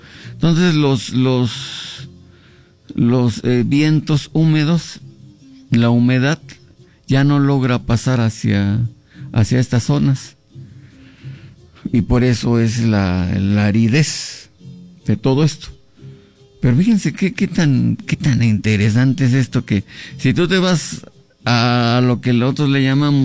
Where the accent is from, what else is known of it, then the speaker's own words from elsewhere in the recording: Zimapán, Hidalgo, Mexico; moved away; Y nosotros vivimos en esta zona. Yo cuando pues era niño, siempre renegaba de ¿por qué habré nacido en este lugar tan horrible? Que no, es que está feo. Está lleno de piedras y de polvo y de tierra y de nopales. Pero no conocía yo mi municipio